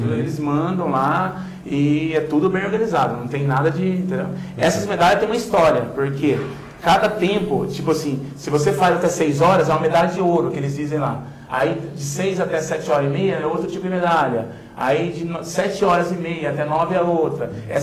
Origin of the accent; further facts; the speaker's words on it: Brazil; born there; eu morava, eu sou da Vila Querosene, eu nasci lá. Assim na Vila Querosene.